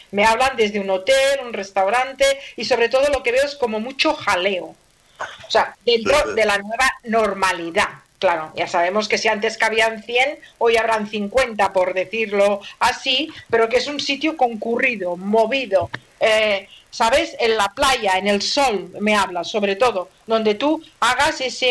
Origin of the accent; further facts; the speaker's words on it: Barcelona, Catalonia, Spain; Claro, yo soy de Barcelona, anda que no se me nota a mí. El acento que llevo.